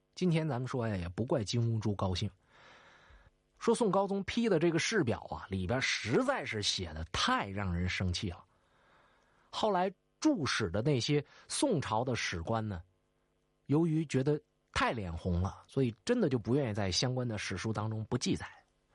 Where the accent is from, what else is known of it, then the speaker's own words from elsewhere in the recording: Northeast China, China; 用我们东北一句土话来讲